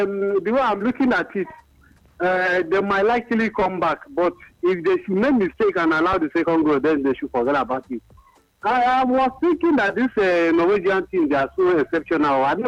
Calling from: Malaysia; I'm calling from Malaysia.

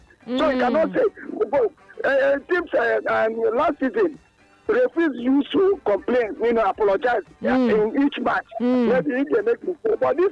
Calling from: Ikorodu, Lagos, Nigeria; I'm calling from Ikorodu.

